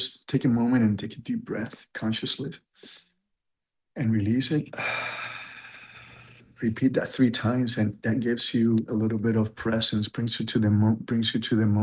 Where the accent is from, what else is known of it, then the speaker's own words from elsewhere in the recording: Puerto Rico; I'm from Puerto Rico and I live in an island and I spend a lot of time in the beach and I'm a waterman.